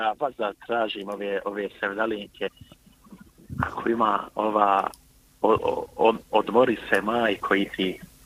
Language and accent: Bosnian; Butmir, Federation of Bosnia and Herzegovina, Bosnia & Herzegovina; ja sam odavde iz Butmira, vaš stan.